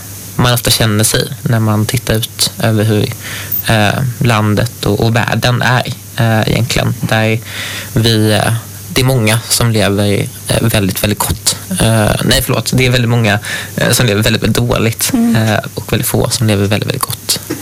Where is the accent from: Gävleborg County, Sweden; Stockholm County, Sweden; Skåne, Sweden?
Stockholm County, Sweden; Sollentuna; also born or lived in Södertälje / Göteborg; now in Trollhättan, Sweden; Jag är född i Södertälje och flyttade sedan med familj till Sollentuna i Stockholm. Sen har vi pendlat mellan Stockholm och Göteborg under många år